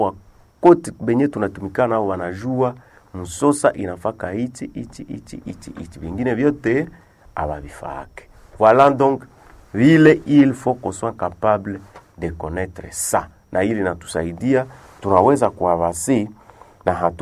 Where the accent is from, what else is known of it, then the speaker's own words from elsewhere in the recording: Bulongo, North Kivu, DR Congo; also born or lived in Lume / Mutwanga / Kasindi; lakini ba kule kwetu Bulongo kule kwetu Lume Mutwanga Kasindi